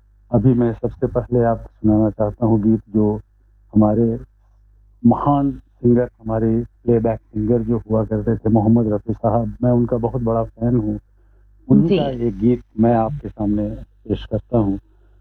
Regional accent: Ranchi, Jharkhand, India; मैं इंडिया में रांची को बिलोंग करता हूँ मैडम

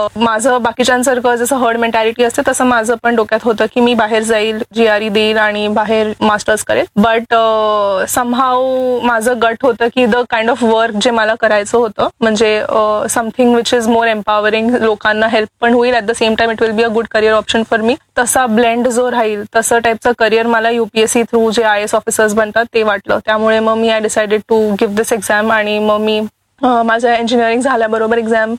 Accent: Thane, Maharashtra, India; born or raised there; also born or lived in Mumbai

